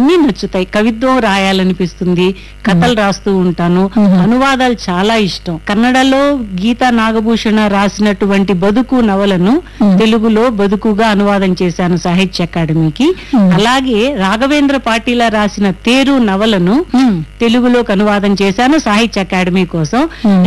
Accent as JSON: {"language": "Telugu", "town": "Anantapur", "region": "Andhra Pradesh", "country": "India", "tie": "born or raised there", "also_born_or_lived": "Madanapalle", "moved": "as an adult", "lives_now": "Bengaluru, India", "said": "నా బాల్యం అనంతపురంలో సాగిందండి. అక్కడే స్కూల్లో చదువుకున్నాను"}